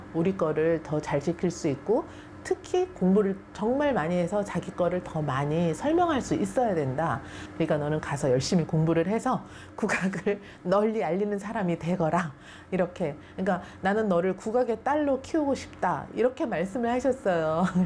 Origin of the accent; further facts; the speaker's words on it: Seoul, South Korea; also born or lived in Gyeongju; 고향이 경주인데요. 사실은 5살 때 서울을 올라와서 고향에 대한 추억은 많이 없지만